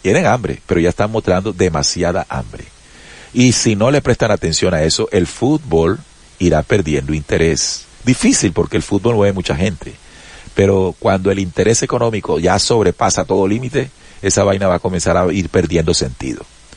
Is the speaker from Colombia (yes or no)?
yes; Colombia